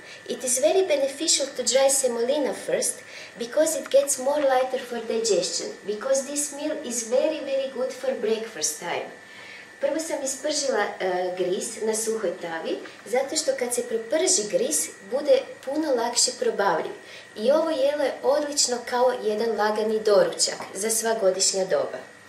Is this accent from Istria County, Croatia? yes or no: no; Zagreb, City of Zagreb, Croatia; I come from Croatia, Zagreb is the town, and we are here in WEP International Yoga and Daily Life Seminar